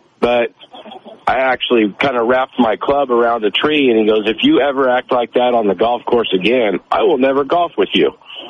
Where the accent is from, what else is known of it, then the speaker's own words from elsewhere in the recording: Dubois, Wyoming, United States; But my other little quick story was I grew up in Du Bois, Wyoming